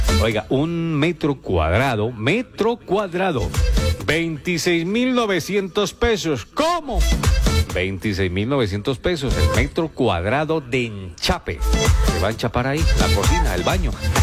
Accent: Cauca, Colombia

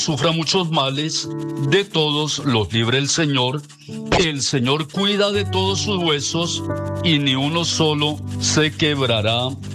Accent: Colombia; Somos familia colombiana

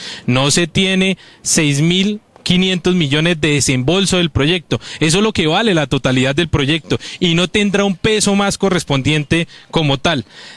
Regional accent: Cogua, Cundinamarca, Colombia

